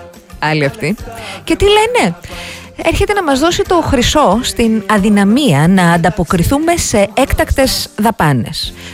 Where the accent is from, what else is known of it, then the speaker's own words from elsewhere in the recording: Kounos, Peloponnese, Greece; Στο χωριό μου αυτό, στον Κούνο Λακωνίας